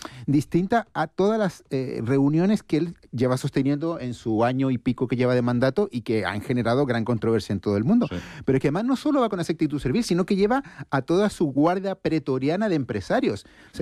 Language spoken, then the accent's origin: Spanish; Valparaíso, Chile; born there; hay una ciudad que tiene más cuestas que Vigo y probablemente puede ser Valparaíso, la ciudad donde yo nací.